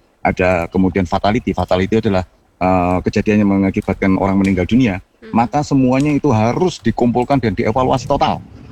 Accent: Malang, East Java, Indonesia; Saya warga Malang

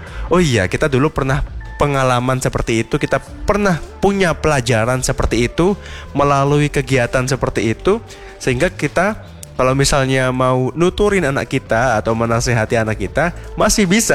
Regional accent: Java, Indonesia; kita sebagai orang Jawa

